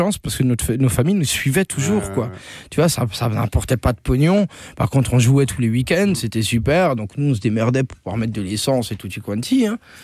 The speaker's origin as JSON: {"language": "French", "region": "Grand Est", "country": "France", "said": "J'ose même pas sortir dans la rue parce que tu sais, moi je suis d'Alsace et puis ça me fait bizarre de voir autant de gens dans la rue."}